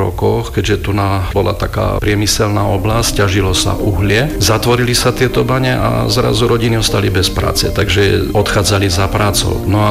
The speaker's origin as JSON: {"language": "Slovak", "country": "Romania", "said": "u nás v Rumunsku"}